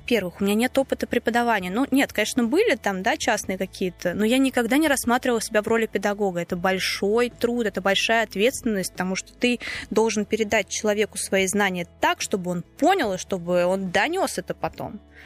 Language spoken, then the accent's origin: Russian; Nizhny Novgorod, Nizhny Novgorod Oblast, Russia; Естественно, что я нижегородка, я никуда уезжать в другой город не хочу. Мне здесь комфортно, мне здесь хорошо